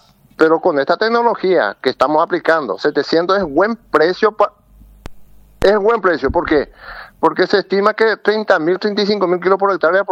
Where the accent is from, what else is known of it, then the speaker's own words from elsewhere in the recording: Loreto, Concepción, Paraguay; also born or lived in Asunción, Paraguay; now in Caaguazú, Paraguay; Yo soy oriundo de Concepción, Loreto, después vine de Asunción y de Asunción pasé acá a Caaguazú.